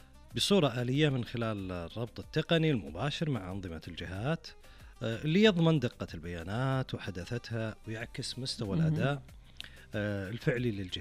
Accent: Saudi Arabia; تطور التعليم عندنا في المملكة العربية السعودية

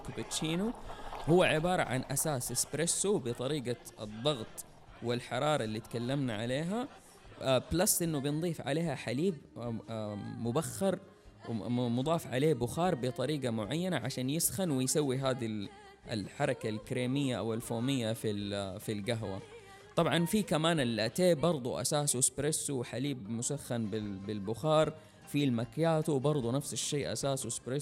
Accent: Saudi Arabia; عندنا في السعودية

